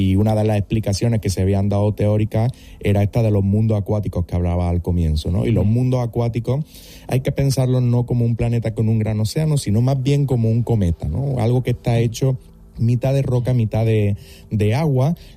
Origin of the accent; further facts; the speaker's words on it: Andalusia, Spain; moved away as an adult; en mi tierra, en Andalucía